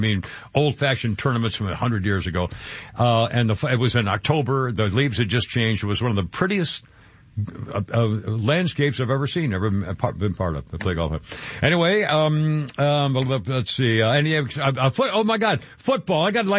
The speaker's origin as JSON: {"language": "English", "region": "New England", "country": "United States", "tie": "born or raised there", "moved": "yes", "said": "I was raised in New England"}